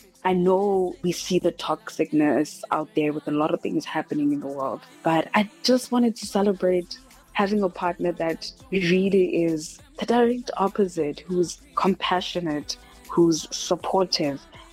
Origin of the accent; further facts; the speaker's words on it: South Africa; I'm also from South Africa, where I'm from.